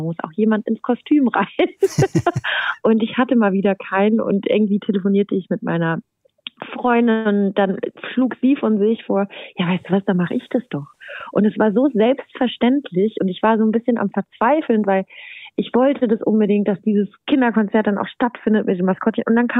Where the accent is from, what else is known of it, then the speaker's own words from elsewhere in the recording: Brandenburg, Germany; Jetzt ist ja auch noch Ferienzeit hier bei uns in Brandenburg, wo ich herkomme.